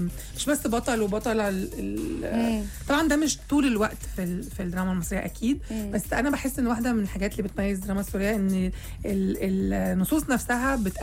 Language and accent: Arabic; Syria; انا برضو بعمل، يعني انا سورية وبعمل الدور ده